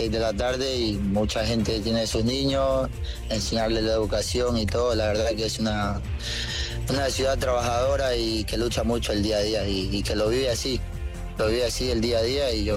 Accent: Esmeraldas, Ecuador; Pues es una tierra muy, muy pequeña, la verdad, es una ciudad muy pequeña, donde hay gente que trabaja pues mucho, la verdad, con un sueldo mínimo, que se levanta desde temprano.

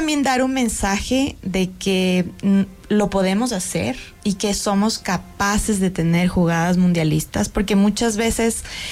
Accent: Ecuador; tenemos que partir de sentirnos orgullosos que somos ecuatorianos

